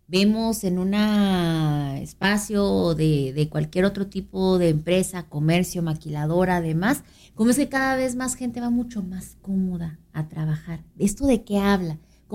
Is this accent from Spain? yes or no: no; Ciudad Juárez, Chihuahua, Mexico; yo soy hija del desierto, porque soy de allá de Juárez